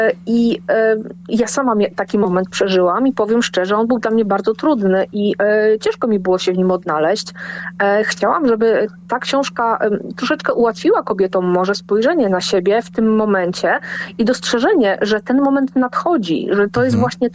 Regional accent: Szczecin, West Pomeranian Voivodeship, Poland; Jestem z Pomorza Zachodniego, jestem ze Szczecina, mieszkam nadal na Pomorzu Zachodnim, mimo że już nie w Szczecinie.

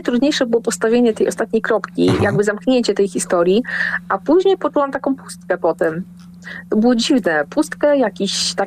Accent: Szczecin, West Pomeranian Voivodeship, Poland; Jestem z Pomorza Zachodniego, jestem ze Szczecina, mieszkam nadal na Pomorzu Zachodnim, mimo że już nie w Szczecinie.

